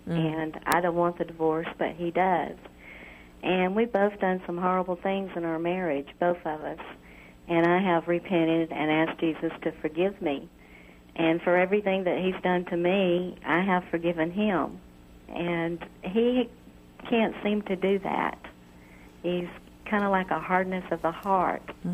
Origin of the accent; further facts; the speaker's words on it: Birmingham, Alabama, United States; I'm from Birmingham, right here next door.